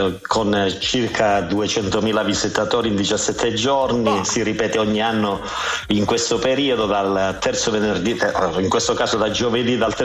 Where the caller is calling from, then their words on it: Rende, Calabria, Italy; Sì, sono da Rende.